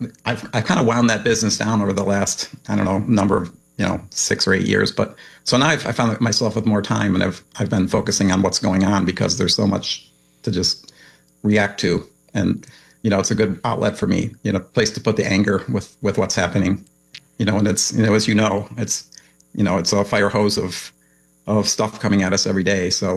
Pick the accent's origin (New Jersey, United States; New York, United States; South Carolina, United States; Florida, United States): New York, United States; Buffalo; I'm from Western New York.